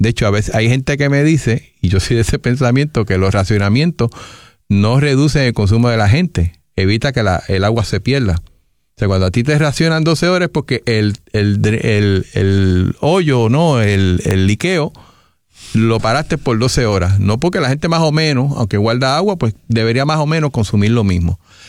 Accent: Puerto Rico; yo obviamente soy del área de Valle del Turabo

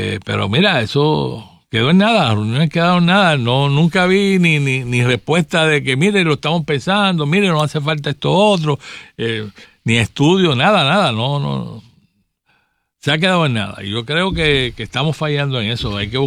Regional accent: Puerto Rico; somos puertorriqueños

